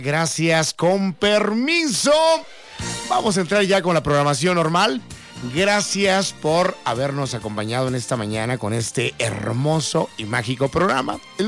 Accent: Navojoa, Sonora, Mexico; moved away; tengo que salir a mi tierra, Navojoa, Sonora.

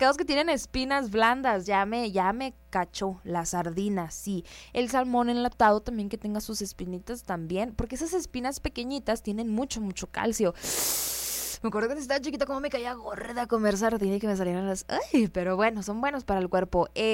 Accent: Sonora, Mexico; soy sonorense

